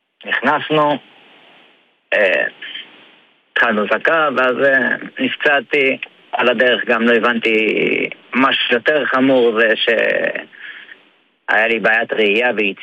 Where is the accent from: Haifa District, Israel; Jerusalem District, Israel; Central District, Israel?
Jerusalem District, Israel; Jerusalem; אני בן הצפון, אני ירושלמית שלמדה בצפון בתל חי ונשארה לגור בצפון.